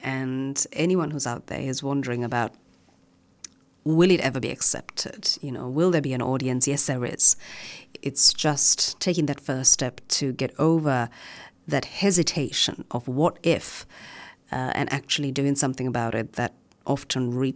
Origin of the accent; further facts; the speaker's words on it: Australia; We're Australian